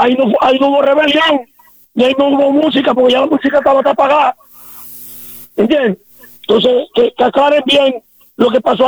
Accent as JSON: {"language": "Spanish", "country": "Dominican Republic", "said": "Porque nosotros somos dominicanos y somos alegres."}